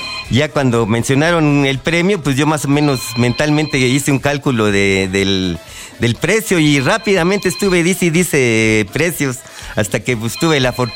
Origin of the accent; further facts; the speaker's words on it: Iztacalco, Mexico City, Mexico; vengo de la Colonia Agrícola Pantitlán.